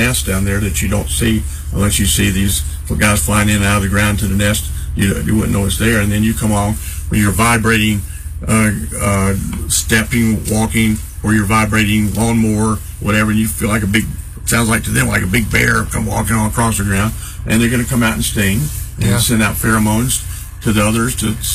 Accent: North Carolina, United States; I grew up in Ohio. I grew up in North Carolina.

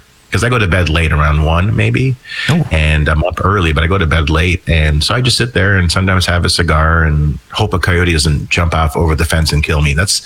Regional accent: Montreal, Quebec, Canada; moved away as an adult; now in Ottawa, Canada; I am from Montreal.

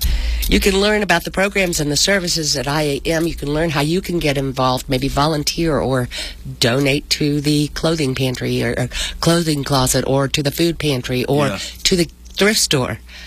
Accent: Cleveland, Mississippi, United States; Well, you got to tell Chuck about the Grammy Museum in my hometown of Cleveland, Mississippi. There are two Grammy Museums.

